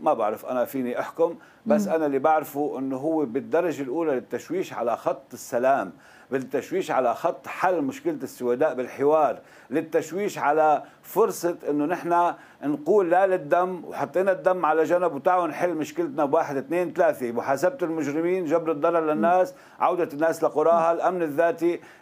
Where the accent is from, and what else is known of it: As-Suwayda Governorate, Syria